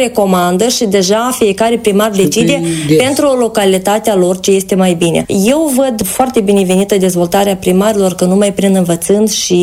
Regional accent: Moldova; sunt o patriotă născută, nu mă regăsesc în altă parte, decât chiar nu mă regăsesc în altă localitate din Republica Moldova.

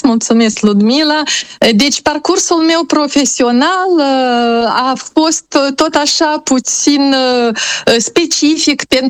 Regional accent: Moldova; now in France; ca moldovean

